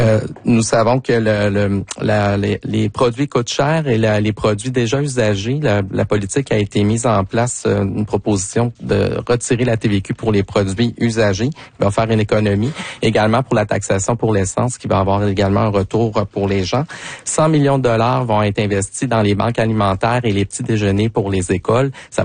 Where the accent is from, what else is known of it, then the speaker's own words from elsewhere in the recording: Pohénégamook, Quebec, Canada; Je suis originaire de Ponigamouk, dans le Témiscouata, ma conjointe de Saint-Anne-des-Monts.